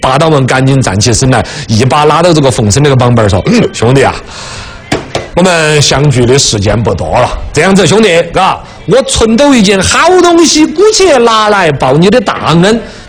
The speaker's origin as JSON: {"language": "Chinese", "country": "China"}